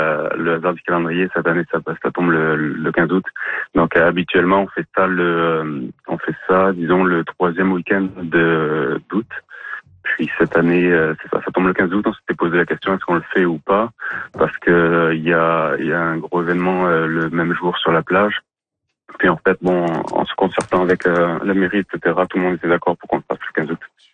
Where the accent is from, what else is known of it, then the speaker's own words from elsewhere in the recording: Dalhousie, New Brunswick, Canada; Sinon, je viens de la région de Dalhousie.